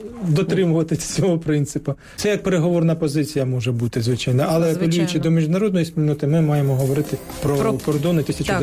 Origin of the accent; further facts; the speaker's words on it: Luhansk Oblast, Ukraine; Я ж вихідець із Луганської області, Марківщини.